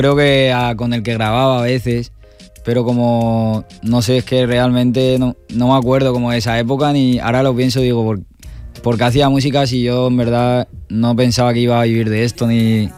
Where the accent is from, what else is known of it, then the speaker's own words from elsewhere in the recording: Aldaya, Valencian Community, Spain; Yo creo que sobre todo empecé inspirándome en Valencia, o sea, yo en aquí, en Aldaya, en mi pueblo